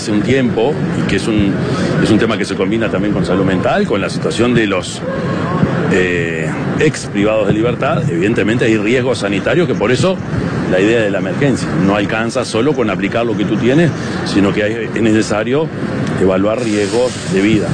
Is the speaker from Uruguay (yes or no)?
yes; Uruguay; Que me recibieran, que se juntaran para recibir nuestro mensaje como uruguayos, ya es una señal desde el Uruguay, ¿no?